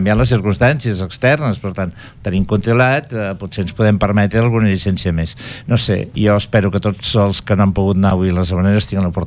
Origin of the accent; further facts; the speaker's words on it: Mont-ras, Catalonia, Spain; Jo visc a Mont-ras, soc de Mont-ras